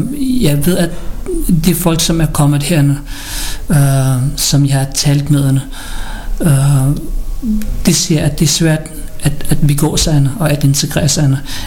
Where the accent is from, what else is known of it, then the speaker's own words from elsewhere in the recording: Philippines; at vi som filippiner er meget glade folkefærdene, er smilende